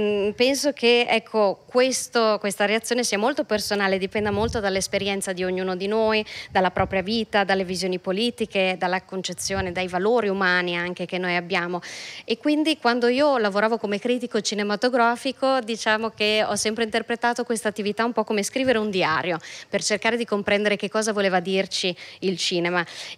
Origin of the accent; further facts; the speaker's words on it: Brazil; in Brasile, il mio paese che io adoro follemente